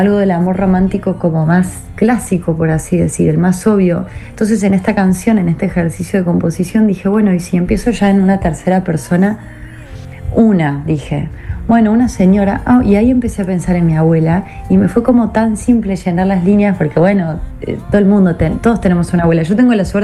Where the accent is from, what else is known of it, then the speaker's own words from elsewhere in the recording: Córdoba, Argentina; now in Buenos Aires, Argentina; yo soy de Córdoba capital, después me mudé acá a la capital, Buenos Aires